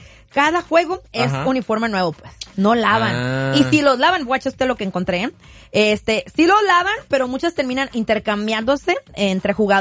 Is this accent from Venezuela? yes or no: no; Mexico; es que yo todo lo saco en metros, pues soy mexicana